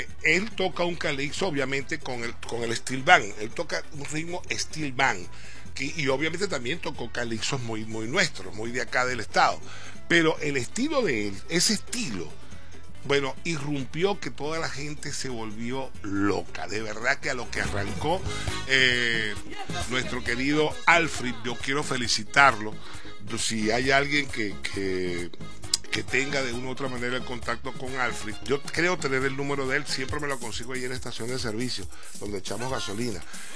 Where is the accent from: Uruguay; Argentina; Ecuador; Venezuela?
Venezuela; nosotros, como venezolanos, yo no voy a colocar como bolivarenses, sino como venezolanos